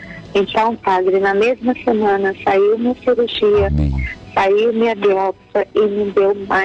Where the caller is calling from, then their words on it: Brasília, Federal District, Brazil; Eu falo de Brasília, sabe?